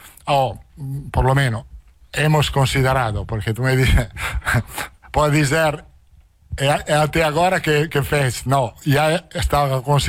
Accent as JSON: {"language": "Portuguese", "country": "Italy", "second_language": "Portuguese", "moved": "yes", "lives_now": "Brazil", "said": "Me sinto bem, italiano, brasileiro, eu sou italiano."}